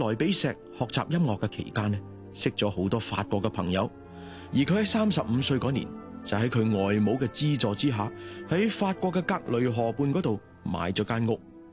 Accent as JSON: {"language": "Cantonese", "country": "Hong Kong", "said": "作为香港人，大家都很喜欢看楼的"}